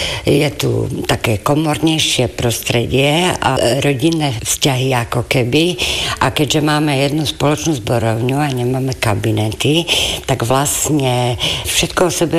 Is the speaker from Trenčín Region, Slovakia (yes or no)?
no; Prešov, Prešov Region, Slovakia; now in Vyšný Žipov, Slovakia; Ja som Prešovčanka.